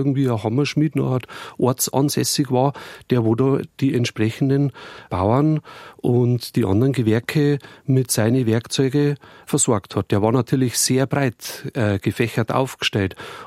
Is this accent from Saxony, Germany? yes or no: no; Bavaria, Germany; Aber damals war das ja bei uns in Niederbayern, musst du dir das vorstellen, das war ja eine sehr strukturschwache Region.